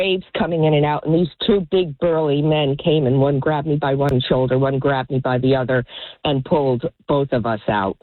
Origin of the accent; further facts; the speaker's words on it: New Jersey, United States; I grew up in North Jersey, but spent my summers down on the Jersey Shore